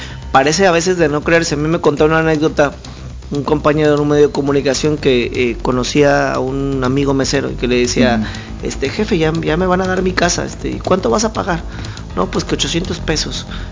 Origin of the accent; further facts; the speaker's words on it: Mexico; Todos somos mexicanos, compartimos raíces, historia, identidad, valores.